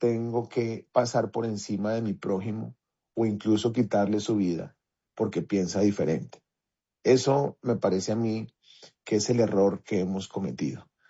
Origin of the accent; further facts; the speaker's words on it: Colombia; a entender que somos colombianos y que vamos a gobernar para todos. En Colombia cabemos todos.